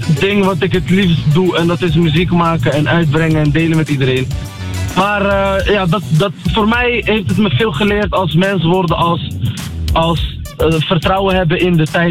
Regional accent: Berkane, Oriental, Morocco; Dat is de regio waar ik vandaan kom uit Marokko, Berken. En Berken staat heel erg gekend om de sinaasappels.

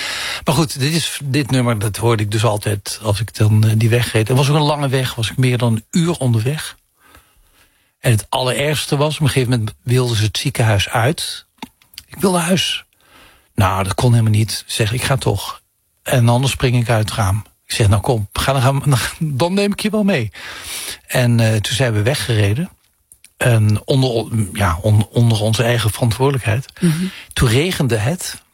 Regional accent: Heerlen, Limburg, Netherlands; moved away; mijn geboorteplaats Heerlen.

